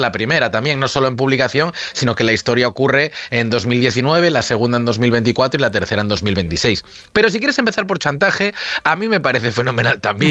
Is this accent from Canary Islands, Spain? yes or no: no; Vigo, Galicia, Spain; born there; now in Madrid, Spain; que yo vivo en Madrid y nací en Vigo, son dos ciudades que conozco a la perfección.